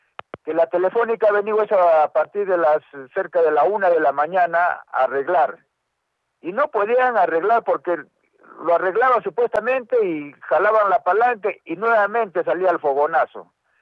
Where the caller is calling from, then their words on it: Arequipa, Peru; Estoy llamando desde Alto de la Libertad